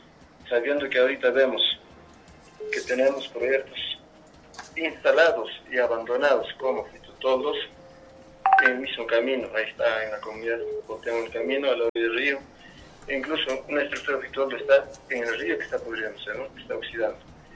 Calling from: Apurímac, Peru; Desde Choaquere.

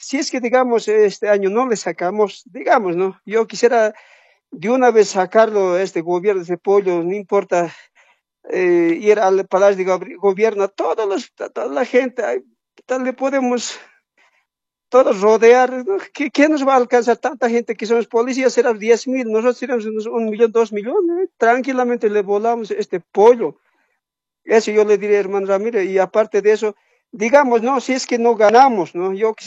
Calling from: Machacamarca, La Paz, Bolivia; yo soy, como le digo, de Machacamarca, de sexta sección de Colquencha

